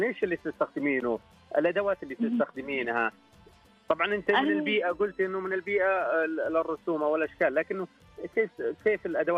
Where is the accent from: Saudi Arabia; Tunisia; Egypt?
Saudi Arabia; بالنسبه لنا كسعوديين